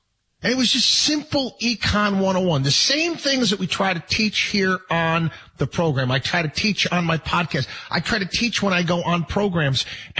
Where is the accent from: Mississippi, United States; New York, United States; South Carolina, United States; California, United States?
New York, United States; Albany; born or raised there